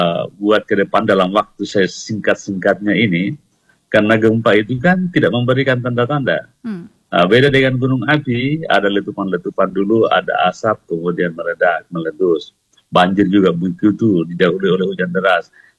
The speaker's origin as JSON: {"language": "Indonesian", "town": "Palu", "region": "Central Sulawesi", "country": "Indonesia", "said": "bagi kita orang Palu ini"}